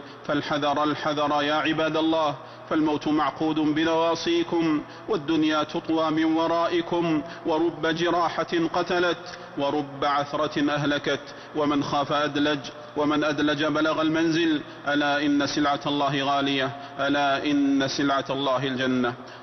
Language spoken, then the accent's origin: Arabic; Saudi Arabia; واحفظ بلادنا المملكة العربية السعودية وسائر بلاد المسلمين